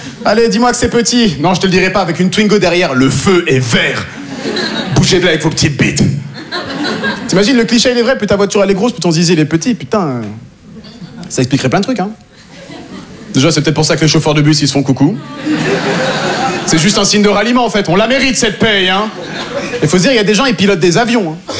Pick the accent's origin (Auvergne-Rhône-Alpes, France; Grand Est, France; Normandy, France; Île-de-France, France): Normandy, France; born there; Moi, je suis né en Normandie.